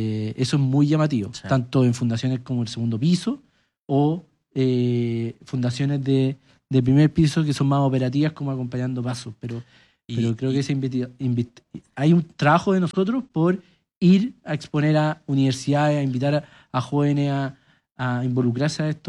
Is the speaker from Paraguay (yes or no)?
no; Colbún, Maule, Chile; Yo vengo de una familia que está muy metida en lo público, desde chicos, desde mis papás. Yo soy de Colbún, mis papás también de Talca